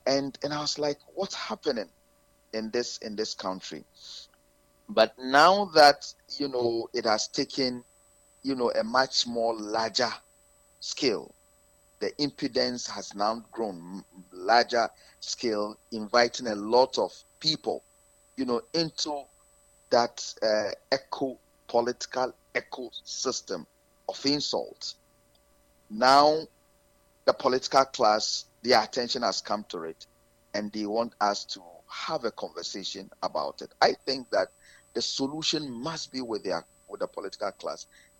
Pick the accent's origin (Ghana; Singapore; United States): Ghana; As a Ghanaian, someone who is proud to say that I'm very well brought by my parents, like many other Ghanaians